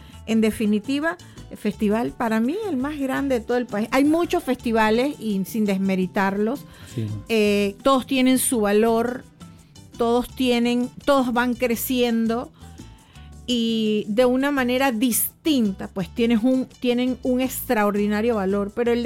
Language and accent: Spanish; Panama; nosotros como panameños